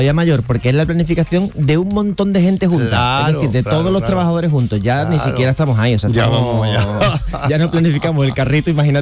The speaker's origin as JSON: {"language": "Spanish", "town": "Cádiz", "region": "Andalusia", "country": "Spain", "tie": "born there", "said": "Bueno, yo nací en Cádiz y entonces..."}